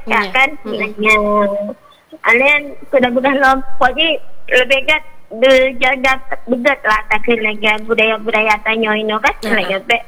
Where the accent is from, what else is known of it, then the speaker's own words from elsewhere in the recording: Aceh, Indonesia; sebagai urang Acehnya